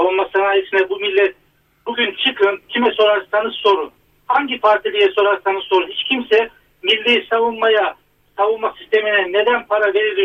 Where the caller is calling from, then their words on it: Konya, Turkey; Konya'dan arıyorum.